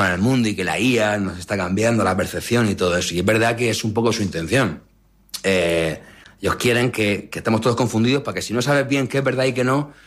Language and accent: Spanish; Murcia, Region of Murcia, Spain; Soy un chico de Murcia, uh-huh. Nací en el año 86.